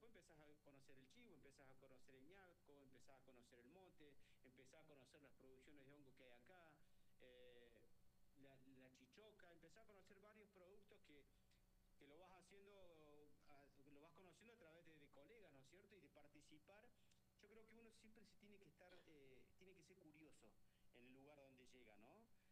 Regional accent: Córdoba, Argentina; accent: cordobés; now in Neuquén, Argentina; Y yo digo, yo hoy soy más neuquino que cordobés, más la tonada cordobés ya prácticamente la perdí, no la tengo, y desarrollo mi cocina, mi gastronomía acá en Neuquén.

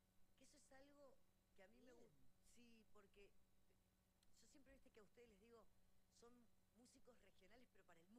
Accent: Neuquén, Argentina; Tenemos meseta en Neuquén. No todas las provincias, no todas las ciudades tienen la geografía que tenemos nosotros. Tenemos una meseta infinita.

